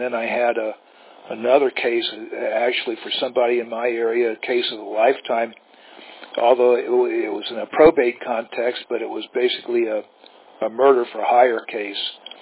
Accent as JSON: {"language": "English", "town": "Tampa", "region": "Florida", "country": "United States", "tie": "born or raised there", "said": "No, I was born and raised here in Tampa. Spent 7 years in Gainesville going to college and then law school. And that's it. I've lived here all my life."}